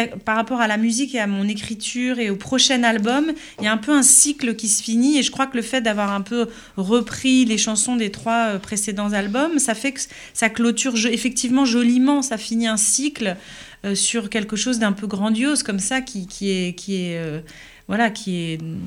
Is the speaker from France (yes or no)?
yes; Paris, Île-de-France, France; moved away as an adult; also born or lived in Quebec; moi, je suis née à Paris. J'ai grandi à Paris. Toute ma famille vient de Paris. C'est une ville que j'ai dans mon cœur et voilà, qui fait partie de moi. Et après, le Québec qui est rentré dans ma vie quand j'avais 25 ans